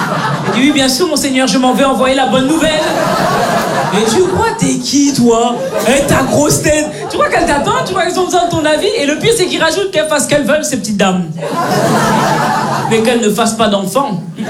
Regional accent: Belgium; born or raised there

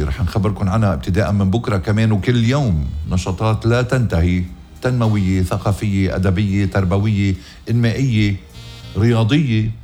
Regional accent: Zouk Mosbeh, Keserwan-Jbeil, Lebanon; أنا من سكان ذوق مصبح كسروان وأفتخر.

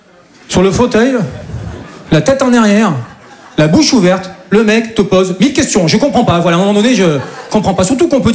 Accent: south of France, France; now in Paris, France; Je dis ça parce que moi, je viens du sud de la France. Et chez nous, c'est un peu plus tranquille, quoi. Et voilà, je suis monté sur Paris

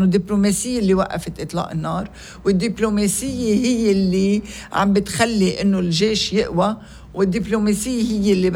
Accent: Lebanon; نحنا كلنا كلبنانيين بدنا نعيش مع بعض

